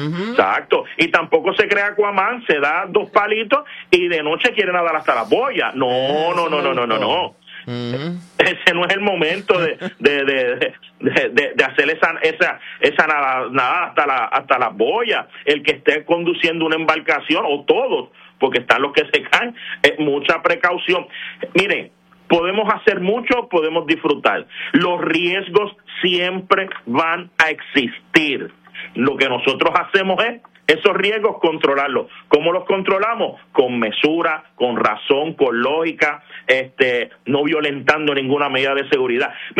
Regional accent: Fajardo, Puerto Rico; Soy del pueblo de Fajardo.

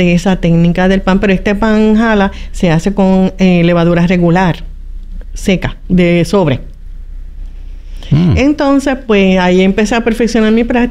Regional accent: Sabana Grande, Puerto Rico; also born or lived in Mayagüez; Soy mayagüezana de nacimiento, pero toda mi vida me crié en Sabana Grande.

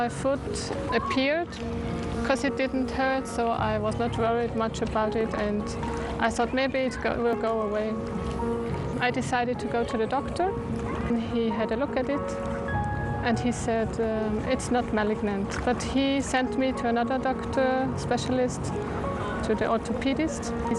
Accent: Austria; English is a second language; moved away as an adult; now in Switzerland; I'm originally from Austria, but I live in Switzerland for almost 10 years.

